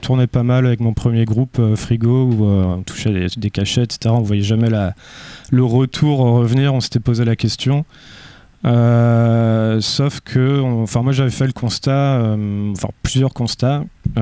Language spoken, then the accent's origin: French; Brittany, France; sur la précédente cassette, c'était 29 parce que je viens du Finistère.